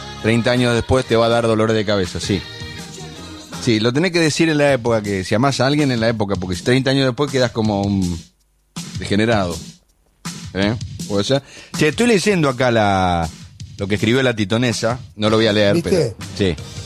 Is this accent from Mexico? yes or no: no; Guernica, Buenos Aires Province, Argentina; soy de Guernica y trabajo en el ferrocarril.